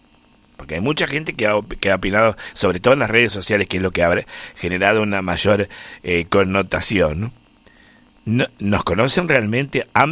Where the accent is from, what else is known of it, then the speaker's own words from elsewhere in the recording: Argentina; no me toquen a la Argentina, no, porque soy argentino